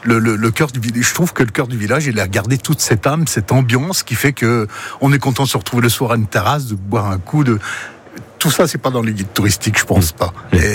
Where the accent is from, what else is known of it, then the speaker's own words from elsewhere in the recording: Baccarat, Grand Est, France; born there; Je suis né à Baccarat.